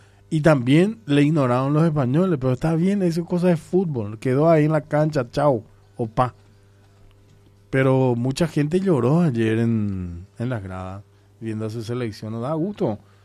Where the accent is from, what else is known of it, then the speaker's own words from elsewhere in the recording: Paraguay; Así somos nosotros los paraguayos.